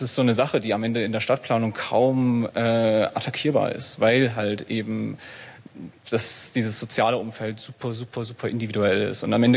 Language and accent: German; Leipzig, Saxony, Germany; Nee, das ist eine ganz, ganz schwierige Frage, da ich Leipziger bin. Also ich wurde in Leipzig geboren, ich bin dort aufgewachsen.